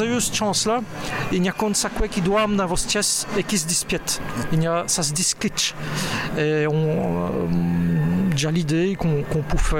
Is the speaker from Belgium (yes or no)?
yes; Namur, Wallonia, Belgium; born there; Ah ben, j'ai venu au monde à Namur.